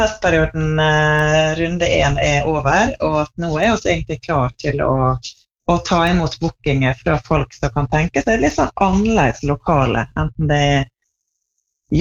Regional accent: Tresfjorden, Møre og Romsdal, Norway; Jeg vokste opp i Tresfjorden, som da på andre siden av fjellet.

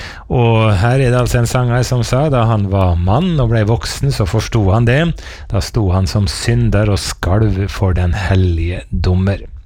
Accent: Eide, Møre og Romsdal, Norway; moved away; hjemme på Eide på Nordmøre, hvor jeg vokste opp

